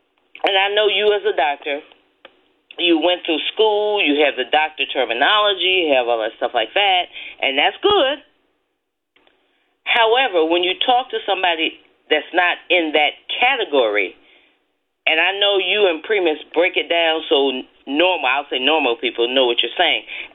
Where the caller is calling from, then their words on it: Philadelphia, Pennsylvania, United States; I'm from Philadelphia. You know, I'm an elder